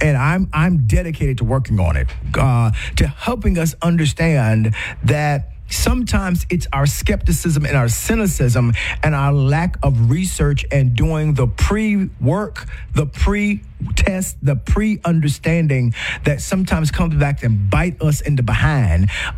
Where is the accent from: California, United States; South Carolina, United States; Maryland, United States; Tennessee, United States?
South Carolina, United States; my home state of South Carolina